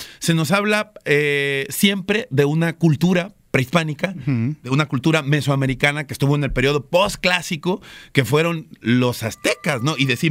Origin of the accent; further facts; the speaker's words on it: Veracruz, Mexico; moved away; a mi gente hermosa de allá de la Defensa de Veracruz, mi terruño